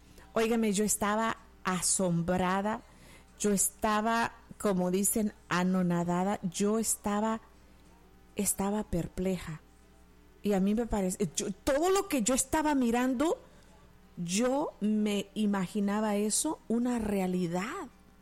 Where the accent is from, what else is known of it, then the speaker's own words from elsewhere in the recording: El Salvador; born there; en mi país, El Salvador